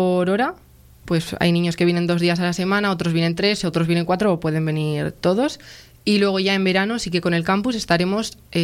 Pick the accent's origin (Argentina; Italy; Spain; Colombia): Spain; Laredo, Cantabria; Sí, ¿sí? Soy de Laredo.